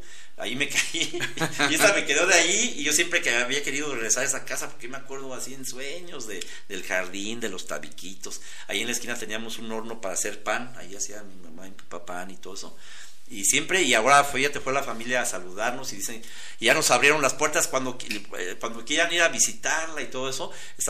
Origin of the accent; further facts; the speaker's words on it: Zacapu, Michoacán, Mexico; born there; moved away; Somos de Zacapu